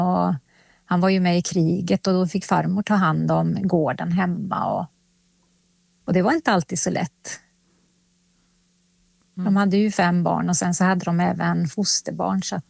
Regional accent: Finland; now in Sweden; Och sen, ja, nu är jag liksom, ja, men jag är finsk. Men jag bor i Sverige, så att jag liksom försöker ändå att ta vara på liksom och fortsätta åka till Finland

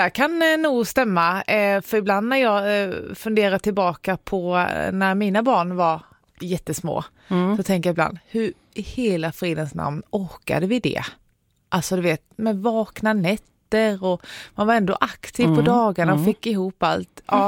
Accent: Ronneby, Blekinge, Sweden; moved away as an adult; also born or lived in Stockholm; hemma i Ronneby

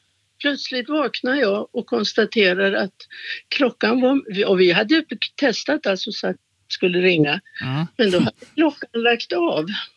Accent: Uppland, Sweden; also born or lived in Göteborg / Malmö; Men jag är från Uppland, så att, även om jag är född i Göteborg. Så jag pratar lite skånska. Jag har bott i Malmö.

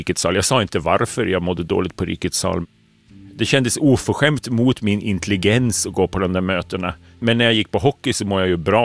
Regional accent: Malmköping, Södermanland, Sweden; Jag kommer från Malmköping.

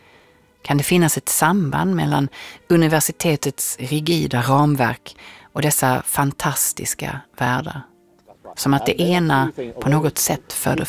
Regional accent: Lund, Skåne, Sweden; Jag är från Lund själv och van vid den sortens inhemska lite studentikosa traditioner

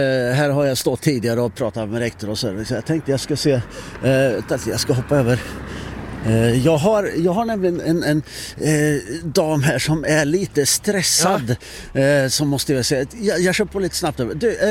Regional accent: Sweden; i Reimre där jag växte upp, där fanns det inga övergångsställen när jag växte upp.

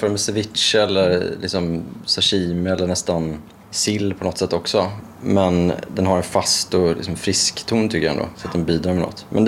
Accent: Norrköping, Östergötland, Sweden; När jag växte upp i Norrköping

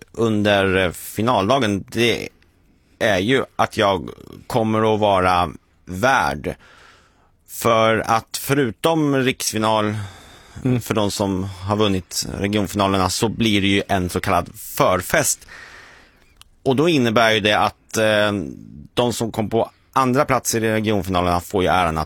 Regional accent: Sollentuna, Stockholm County, Sweden; det är 3 riksfinaler som jag haft turen att gå vidare från Sollentuna deltävling, min hemkommun.

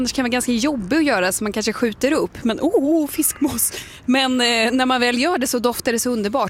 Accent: Västra Götaland County, Sweden; moved away; Där jag kommer från i Skaraborg

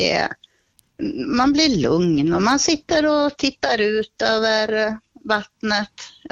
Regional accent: Uddevalla, Västra Götaland County, Sweden; now in Köping, Sweden; jag är uppvuxen i Uddevalla. Vi ligger ju nära havet och vi var mycket och badade när jag var liten. Och sen så, när jag flyttade hit till Köping

